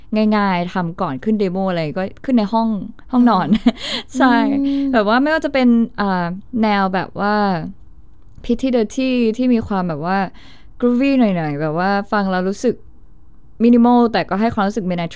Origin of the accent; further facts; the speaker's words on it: Southern Thailand, Thailand; คนไทยค่ะคนไทยเป็นคนใต้ด้วยค่ะ